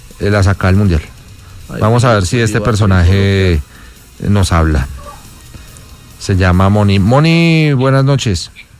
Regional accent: Bogotá, Colombia; usted, somos rolos.

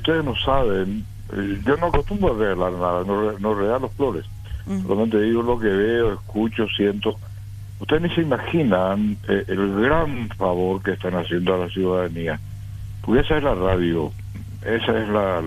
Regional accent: Ypacaraí, Central, Paraguay; me estoy yendo a Ciudad del Este, de mi ciudad natal, es Ipacaraí

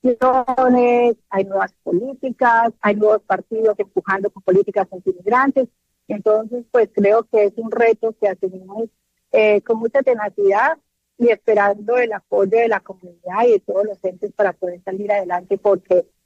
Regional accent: Colombia; now in London, United Kingdom; Soy la primera colombiana en el Boro de Estado

